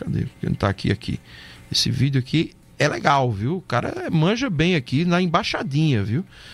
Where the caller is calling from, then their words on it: Cafelândia, São Paulo, Brazil; sou de Cafelândia, cidade do interior de São Paulo, fica na região de Marília e Bauru